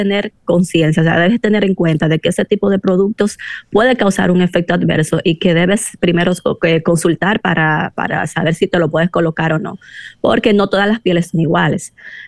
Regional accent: Dominican Republic; yo, como toda dominicana

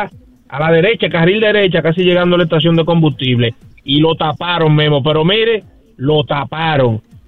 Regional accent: Santo Domingo, Distrito Nacional, Dominican Republic; yo soy de Villa Consuelo, que por las tuberías, yo lo digo a la gente y no me lo creen, por las tuberías de la cloaca subían cuando había fuerte lluvia y eso.

